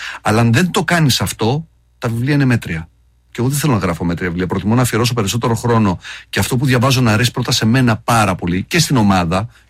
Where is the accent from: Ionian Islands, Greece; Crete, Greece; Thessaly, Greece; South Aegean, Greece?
Thessaly, Greece; Trikala; born or raised there